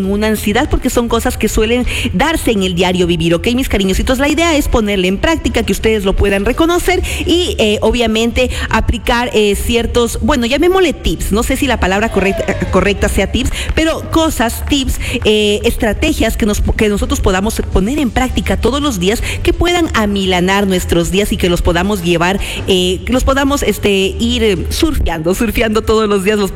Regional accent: Ecuador; Nosotros como ecuatorianos somos gente respetuosa

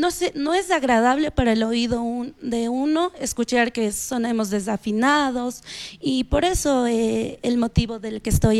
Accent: Chimborazo, Ecuador; now in Riobamba, Ecuador; Bueno, yo soy originalmente de Cacha, pero radico aquí en Riobamba, en el sector de Yaruquís.

